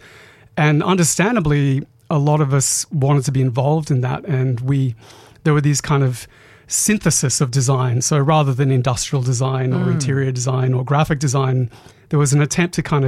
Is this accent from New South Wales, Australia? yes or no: no; Queensland, Australia; I grew up mainly in North Queensland, Caranda, Mareeba, moved all around the world.